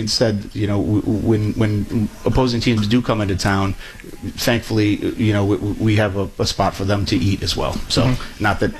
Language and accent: English; Michigan, United States; now in Rhode Island, United States; So, we just stayed here in Rhode Island. I'm from Michigan.